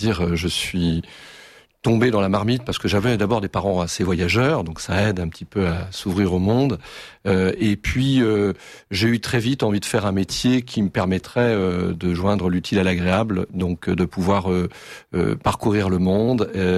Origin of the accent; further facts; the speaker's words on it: Nantes, Pays de la Loire, France; born there; also born or lived in Vannes; quand on est breton comme moi, hein, je suis originaire de Nantes, mais je suis né à Vannes. J'adore d'ailleurs la Bretagne, je suis très attaché à mes racines